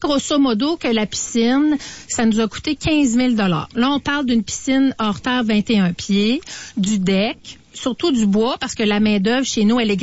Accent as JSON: {"language": "French", "town": "Laval", "region": "Quebec", "country": "Canada", "tie": "born there", "said": "J'étais la seule de mes grands-parents quand j'étais jeune, puis à Fabreville."}